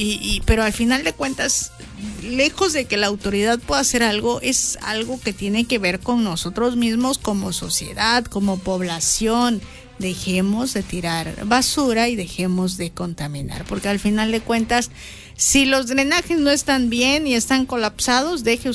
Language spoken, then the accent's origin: Spanish; Mexico; como buenos mexicanos nos conocemos y sabemos cómo somos